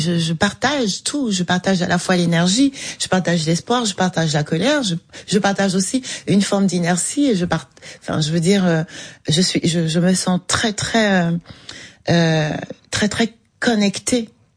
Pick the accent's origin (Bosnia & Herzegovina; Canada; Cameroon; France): Cameroon; Je suis née, j'ai grandi au Cameroun, j'ai fait toutes mes études là.